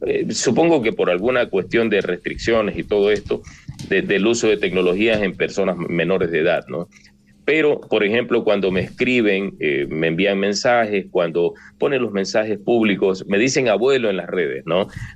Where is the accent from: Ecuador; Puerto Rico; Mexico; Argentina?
Ecuador; Coast; soy ecuatoriano, soy ecuatoriano de la costa, siempre digo, ¿no? Y la gente me dice, no, pero es que tu acento se parece más al acento colombiano, al acento venezolano o al salvadoreño. Y le digo, no, yo soy del Ecuador.